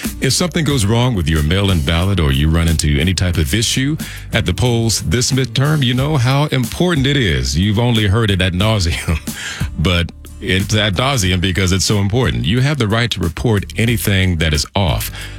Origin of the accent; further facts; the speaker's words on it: Fort Worth, Texas, United States; I've known him for many years from my hometown, both raised and born and raised in Fort Worth, Texas.